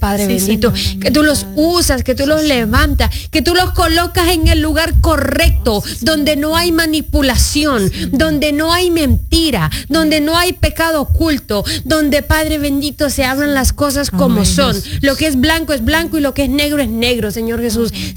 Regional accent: Honduras; desde mi bella Honduras. Los hondureños, mi bello país, hermoso país que amo

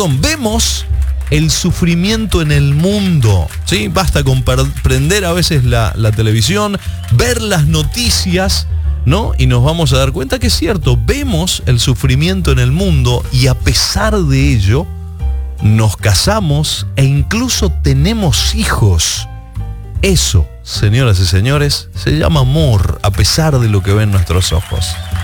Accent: Argentina; en Argentina, ya en mi país, muy futbolero

